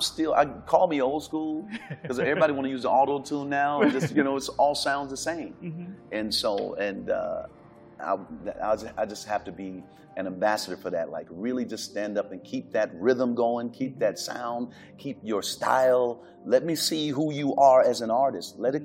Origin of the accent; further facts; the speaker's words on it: Detroit, Michigan, United States; I'm from Detroit. It's the gospel music mecca.